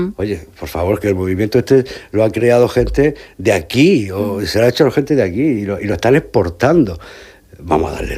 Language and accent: Spanish; Region of Murcia, Spain; Eso siendo murciano es un pecado mortal. O sea, fuera de Murcia.